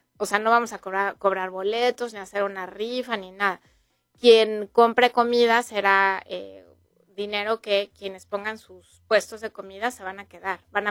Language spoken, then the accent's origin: Spanish; Mexico; now in Oklahoma City, United States; que nos permita a nosotros como mexicanos celebrar esta parte de nuestra herencia cultural y compartirla con el resto de la sociedad en Oklahoma City